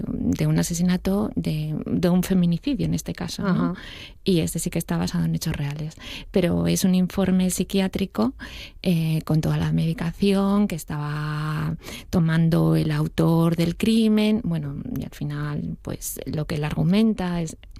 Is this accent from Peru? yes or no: no; Noreña, Asturias, Spain; sucedió precisamente en el concejo donde yo me crié, que es en Noreña, ¿no? Que Noreña tampoco no es una zona exactamente rural. Sí que está en el centro de Asturias